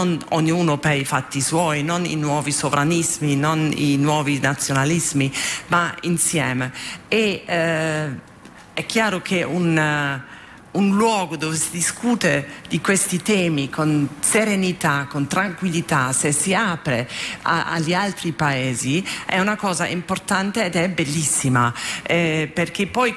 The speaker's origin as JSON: {"language": "Italian", "country": "Germany"}